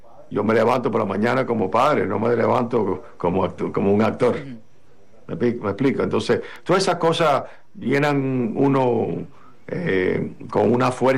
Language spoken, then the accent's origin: Spanish; Cuba; por supuesto, en mi país natal, en Cuba, durante la guerra de independencia